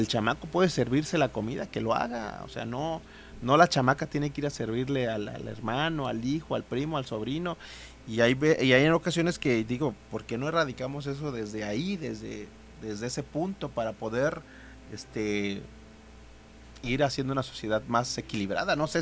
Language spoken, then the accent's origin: Spanish; Acapulco, Guerrero, Mexico; born there; Yo nací aquí en Acapulco